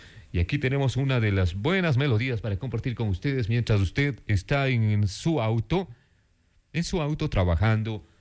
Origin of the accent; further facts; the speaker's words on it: Ecuador; nosotros como ecuatorianos estamos a la expectativa y estamos esperanzados por usted.